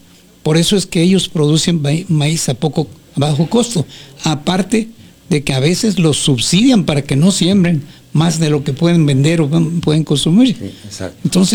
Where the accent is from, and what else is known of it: Mexico